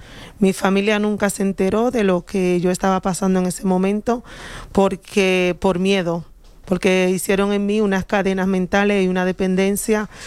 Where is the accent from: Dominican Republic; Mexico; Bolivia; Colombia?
Dominican Republic; moved away as an adult; now in Madrid, Spain; yo soy de origen dominicano, uh-huh, y llegué aquí a España en el 2021